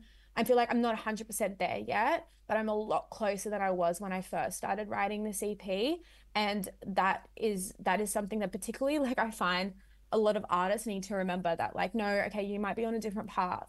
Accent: Sydney, New South Wales, Australia; Like I never told anyone I was from Western Sydney, and I dyed my hair blonde.

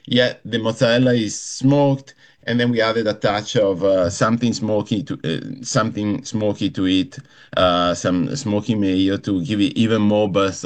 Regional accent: Belluno, Veneto, Italy; although we lived in Belluno, my hometown in on the Dolomites

